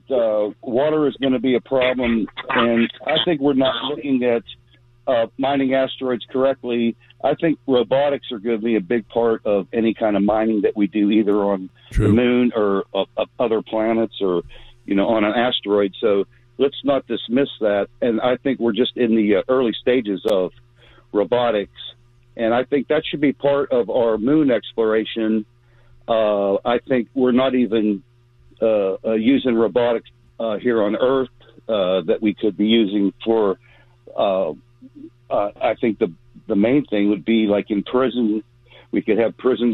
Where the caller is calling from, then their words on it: Virginia, United States; from Virginia.